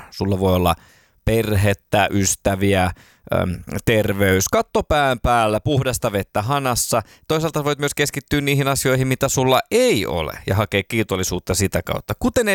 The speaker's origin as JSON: {"language": "Finnish", "town": "Järvenpää", "region": "Uusimaa", "country": "Finland", "said": "Mutta mä oon Järvenpäästä"}